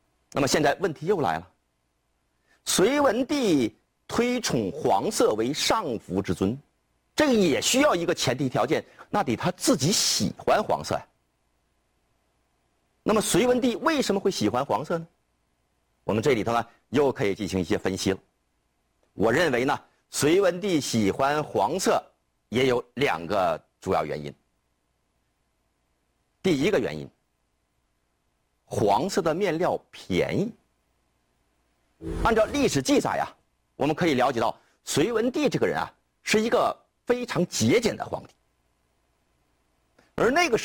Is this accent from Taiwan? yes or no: no; China; 他呀、啊、给我们中国人建立了不朽的功勋。